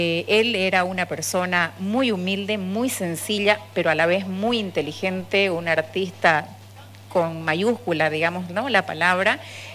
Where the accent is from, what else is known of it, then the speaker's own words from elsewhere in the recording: Samaipata, Santa Cruz, Bolivia; Yo estudiante de colegio en mi pueblo Samaipata